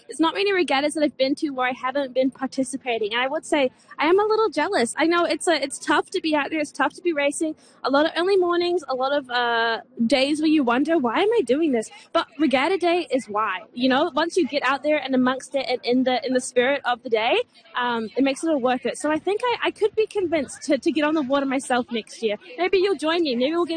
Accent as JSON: {"language": "English", "region": "Wellington", "country": "New Zealand"}